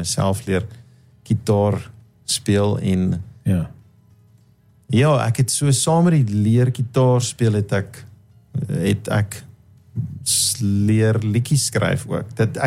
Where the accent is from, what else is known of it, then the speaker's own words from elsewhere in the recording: Hennenman, Free State, South Africa; moved away as an adult; also born or lived in Johannesburg; now in Bloemfontein, South Africa; Oorspronkelijk van een klein dorpie in die Vrystaat, Henneman.